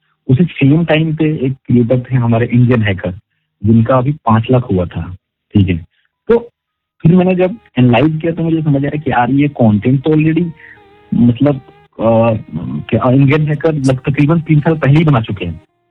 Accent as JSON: {"language": "Hindi", "region": "Bihar", "country": "India", "moved": "yes", "lives_now": "Faridabad, India", "said": "तो पहली बार मैं बिहार से यहाँ आया दिल्ली, दिल्ली में कहा फरीदाबाद।"}